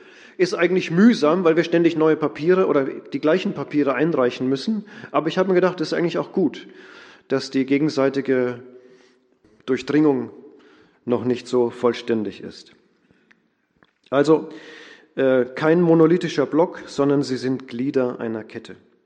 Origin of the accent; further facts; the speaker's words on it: Germany; Man spürt als Deutscher, wenn man dort ist, was wir nicht haben.